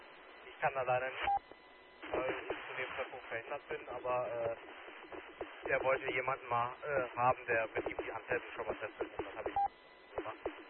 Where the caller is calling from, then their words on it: Bochum, North Rhine-Westphalia, Germany; Das ist Bochum-Langendreher. Um genau zu sein, die Siedlung Willenshöhe.